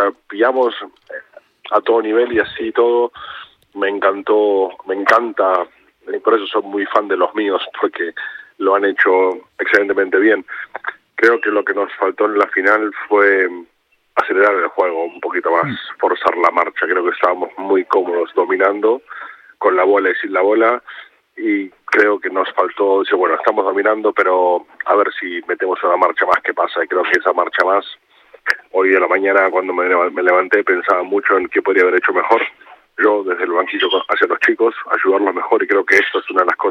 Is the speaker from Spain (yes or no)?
no; Argentina; y creo que como argentino lo he disfrutado, pero vamos, con todo mi cuerpo.